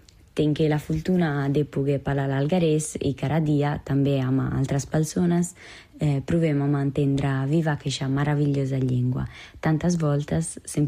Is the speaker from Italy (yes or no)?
yes; Alghero, Sardinia, Italy; sóc de l'Alguer. Estic estudiant psicologia, però tinc altres passions.